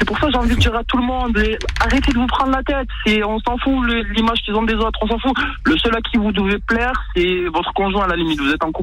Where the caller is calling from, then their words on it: Marseille, Provence-Alpes-Côte d'Azur, France; je suis à Marseille